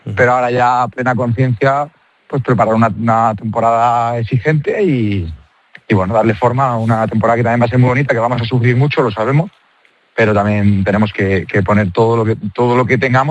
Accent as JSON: {"language": "Spanish", "town": "Murcia", "region": "Region of Murcia", "country": "Spain", "said": "Yo soy de Murcia"}